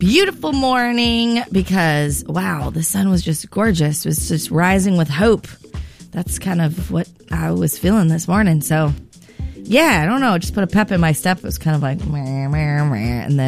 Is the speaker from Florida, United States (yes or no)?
no; Santa Barbara, California, United States; moved away; back in my hometown of Santa Barbara